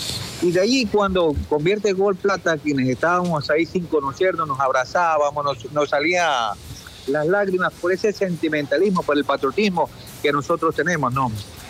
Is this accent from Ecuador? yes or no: yes; Ecuador; Bueno, sí, no sin antes, como ecuatoriano, ¿no? Uno con ustedes que ha tenido también la oportunidad de salir fuera del país